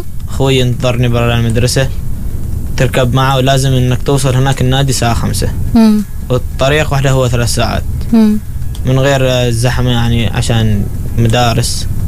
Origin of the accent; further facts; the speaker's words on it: Muscat, Muscat Governorate, Oman; انا من مسقط لكن شيء سكن هناك في شناص